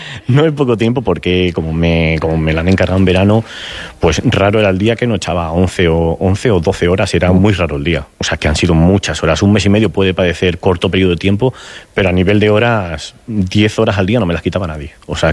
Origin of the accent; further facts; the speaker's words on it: Ávila, Castile and León, Spain; soy de Ávila